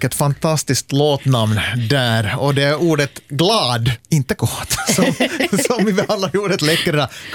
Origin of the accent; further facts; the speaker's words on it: Ostrobothnia, Finland; Ja, det kan ju hända att det beror på att jag är från Österbotten, att det har hörts därifrån